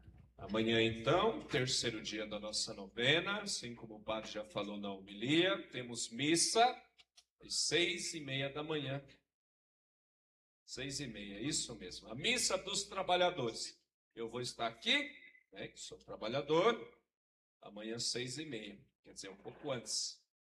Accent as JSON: {"language": "Portuguese", "country": "Brazil", "said": "nós somos brasileiros"}